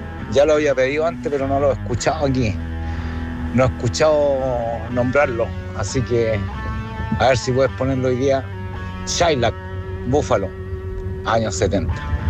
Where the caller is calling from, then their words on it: San Bernardo, Santiago Metropolitan Region, Chile; de San Bernardo.